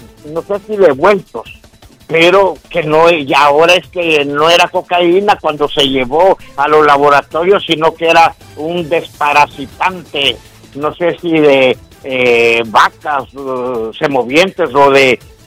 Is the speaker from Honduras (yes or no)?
yes; Honduras; mi pueblo hondureño